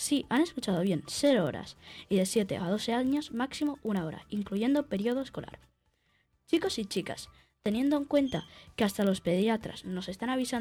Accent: Canary Islands, Spain

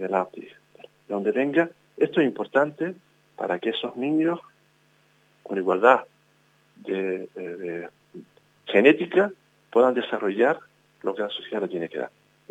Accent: Canary Islands, Spain; con un pueblo, con unas tradiciones, con la gente que somos, la sociedad canaria

